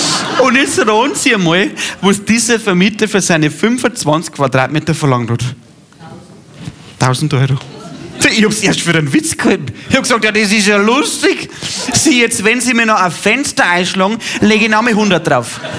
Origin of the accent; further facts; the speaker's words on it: Bavaria, Germany; Sie bei uns im Bayerischen Wald heißt das ausgeräumt.